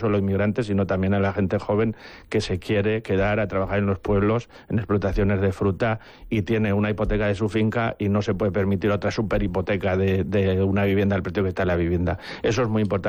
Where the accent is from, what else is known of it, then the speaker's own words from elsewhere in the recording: Almudévar, Aragon, Spain; en mi pueblo, que es Almudafar, que es el más pequeño